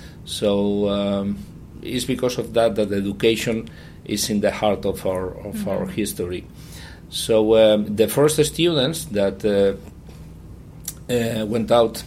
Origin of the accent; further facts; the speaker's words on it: Bilbao, Basque Country, Spain; but I grew up in Bilbao.